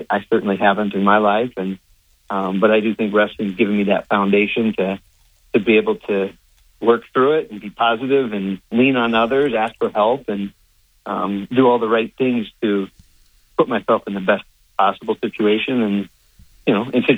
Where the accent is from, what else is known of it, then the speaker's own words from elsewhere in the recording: West Coast, United States; moved away; I grew up in the West Coast and went to Division I at Stanford.